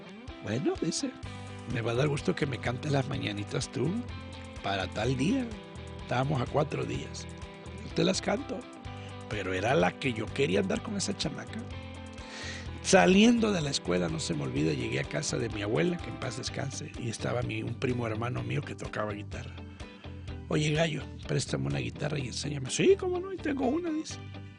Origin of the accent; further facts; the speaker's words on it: Tuxtepec, Oaxaca, Mexico; born there; also born or lived in Mexico City; yo en mi comunidad allá en Tuxtepec desde pequeño